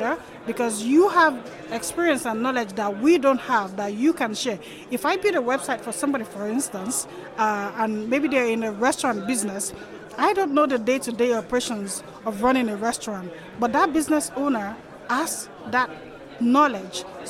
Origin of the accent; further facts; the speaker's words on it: Nigeria; now in Albania; I'm from Nigeria, but I live in Albania, and I'm here in Austria for this WordCamp for the first time.